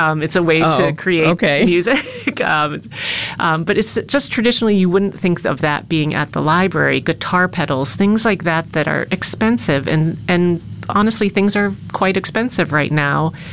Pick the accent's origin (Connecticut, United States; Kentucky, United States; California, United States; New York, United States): New York, United States; Forestville; moved away as an adult; also born or lived in Boston / Minneapolis / Seattle; now in Buffalo, United States; I grew up in Chautauqua County in a very tiny town called Forestville, and graduated from SUNY Fredonia as well with a business degree. So I've been in the area. I grew up in the area, but I've been away for about 25 years